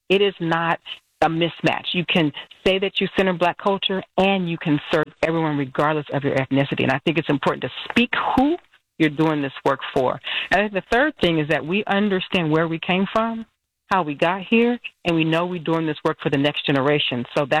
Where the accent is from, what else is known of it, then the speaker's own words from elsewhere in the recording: Oakland, California, United States; I'm born and raised in East Oakland, Deep East, go Castlemont, 82nd, 84th. You know, I'm from East Oakland